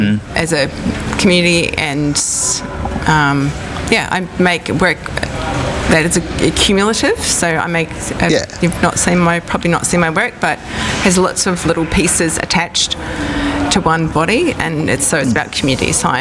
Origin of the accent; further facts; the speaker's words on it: Brisbane, Queensland, Australia; I'm from Brisbane.